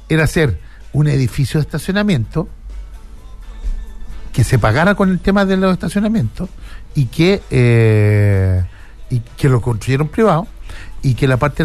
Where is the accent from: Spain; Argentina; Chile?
Chile; San Felipe, Valparaíso; Los que vivimos en San Felipe, los que somos de San Felipe